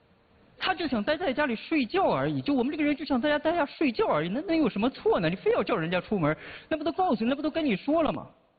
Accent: Shandong, China; 我是个山东人啊

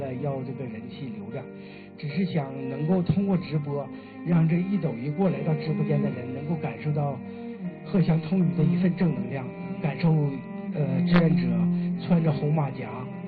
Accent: China; 所以说我们生在华夏，何其幸福！

